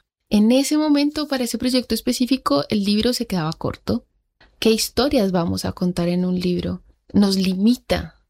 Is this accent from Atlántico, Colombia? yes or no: no; Bogotá, Colombia; born there; also born or lived in Argentina / Spain / Mexico / Denmark; de origen colombiano, y nací en Bogotá y hace más de 10 años llevo migrando de forma constante a diferentes países. He vivido en Argentina, en España, en México, en Dinamarca